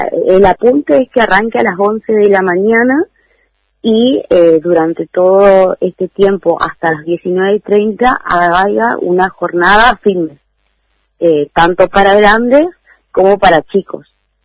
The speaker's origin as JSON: {"language": "Spanish", "region": "Corrientes", "country": "Argentina", "moved": "yes", "lives_now": "Río Mayo, Argentina", "said": "Corrientes, que es de mi provincia"}